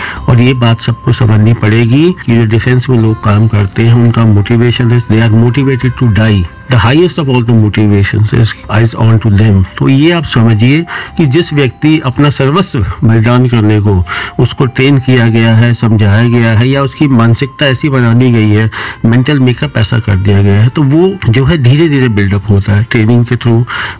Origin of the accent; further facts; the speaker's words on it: Faridabad, Haryana, India; born there; मैं फरीदाबाद का ही निवासी हूँ